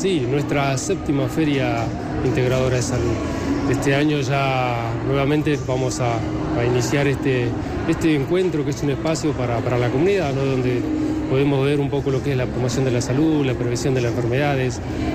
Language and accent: Spanish; Chubut, Argentina; nosotros que somos de Chubut